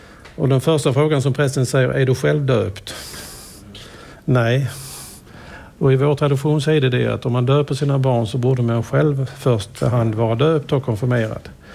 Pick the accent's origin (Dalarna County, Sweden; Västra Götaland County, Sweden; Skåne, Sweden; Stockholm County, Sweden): Skåne, Sweden; moved away; also born or lived in Latvia; Som österlenare, som skåning.